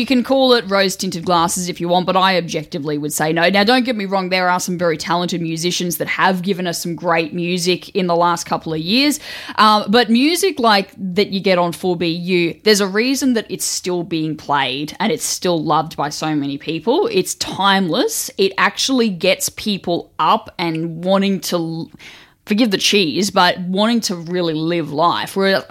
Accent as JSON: {"language": "English", "town": "Brisbane", "region": "Queensland", "country": "Australia", "tie": "born or raised there", "said": "because I grew up in Brisbane"}